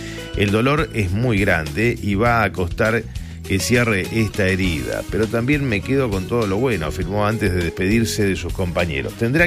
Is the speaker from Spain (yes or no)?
no; San Fernando, Buenos Aires Province, Argentina; Me olvidé de decirte que soy … de San Fernando.